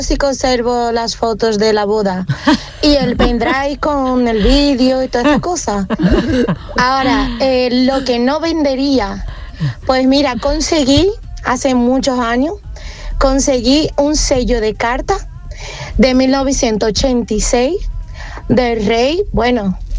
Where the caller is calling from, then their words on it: Seville, Andalusia, Spain; de Sevilla.